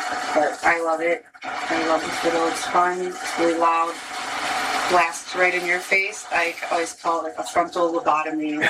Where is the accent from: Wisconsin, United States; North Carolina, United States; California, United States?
Wisconsin, United States; moved away as an adult; now in Fairbanks, United States; No, I'm from Wisconsin, but I've been here since 96. June 1st.